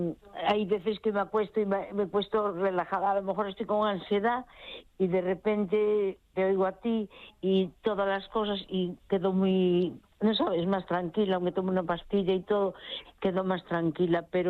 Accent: A Coruña, Galicia, Spain; born there; Nací en la Ciudad Vieja, aquí en La Coruña, y bueno, ¿y qué te iba a decir? Y yo ya soy mayor, aunque no lo parezca.

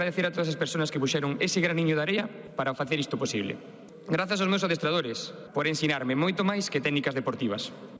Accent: Galicia, Spain; "Ai, que acento máis bonito tienes, de onde eres?", a única resposta que podo dar é: galego e a moita honra.

